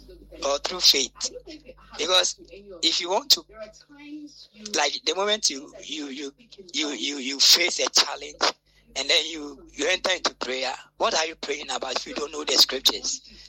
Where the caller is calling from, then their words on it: Tema, Greater Accra, Ghana; Yeah, good morning. Okay … from Tema.